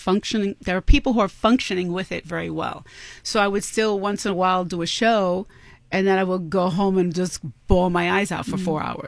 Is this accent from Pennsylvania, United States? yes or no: no; New York City, New York, United States; I'm originally from the Bronx.